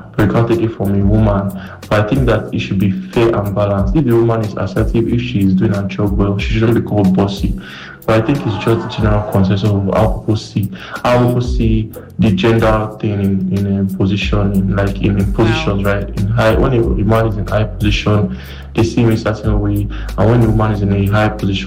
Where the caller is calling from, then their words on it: Osun, Nigeria; I'm from Osun State, so this is personal to me